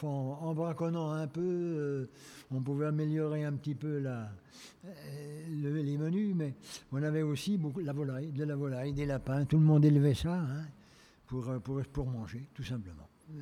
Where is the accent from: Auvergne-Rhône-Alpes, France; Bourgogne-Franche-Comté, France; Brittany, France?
Bourgogne-Franche-Comté, France; Sommant; born there; also born or lived in Chissey-en-Morvan; Après, on a déménagé, je suis allé à un tout petit village qui s'appelle Somant. Et ce petit village de Somant, là, je suis allé à l'école.